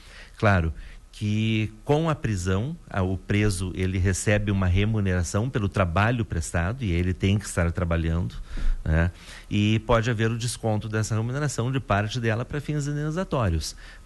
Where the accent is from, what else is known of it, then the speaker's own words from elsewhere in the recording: Brazil; meu país de origem, no nosso caso aqui do Brasil.